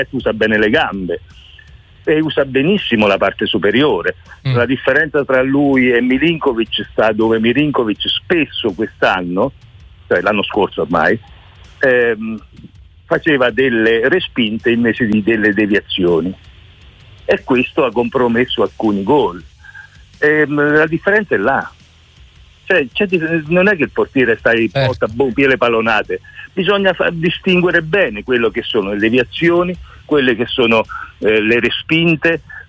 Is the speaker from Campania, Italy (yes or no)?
yes; Naples, Campania, Italy; per noi napoletani